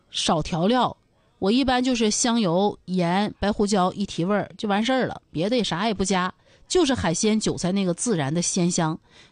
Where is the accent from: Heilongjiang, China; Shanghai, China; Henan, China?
Heilongjiang, China; Harbin; now in Dalian, China; 原来我老家哈尔滨的时候。